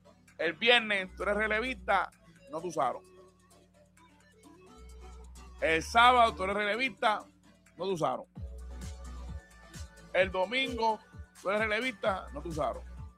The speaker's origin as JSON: {"language": "Spanish", "town": "Cabo Rojo", "country": "Puerto Rico", "said": "Cabo Verde, yo soy de Cabo Rojo. Cabo Verde, ¿dónde queda?"}